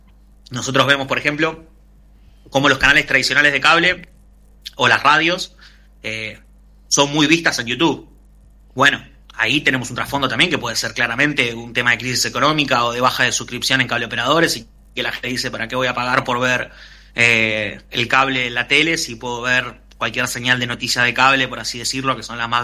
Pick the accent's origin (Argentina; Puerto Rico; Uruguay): Argentina; Buenos Aires Province; yo al menos vengo, soy de Buenos Aires, pero yo soy de la zona sur de la provincia de Buenos Aires, vengo con un origen bastante precario, y en mi casa, hasta que tuve 12, 13 años, no había internet